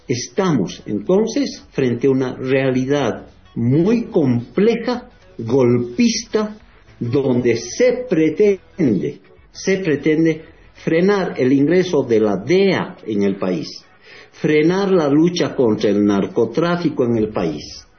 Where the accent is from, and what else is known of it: Bolivia